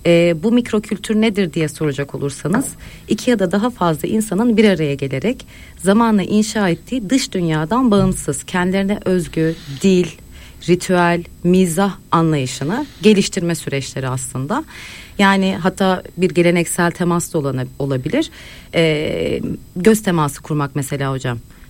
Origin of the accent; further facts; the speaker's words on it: Istanbul, Turkey; born there; Tabii ki. … İstanbul Kadıköy doğumluyum.